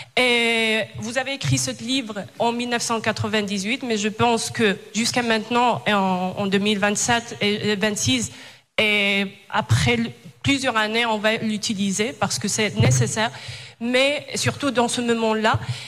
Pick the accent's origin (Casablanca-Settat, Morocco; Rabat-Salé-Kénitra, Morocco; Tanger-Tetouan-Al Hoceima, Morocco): Tanger-Tetouan-Al Hoceima, Morocco; Tetouan; now in Spain; je suis marocaine et espagnole à la fois, la même fois. Et ça fait longtemps que j'habite en Espagne, ça fait 15 ans, mais je suis espagnole depuis ma naissance, mais les Espagnols ne comprennent pas parce que je suis de Tétouan.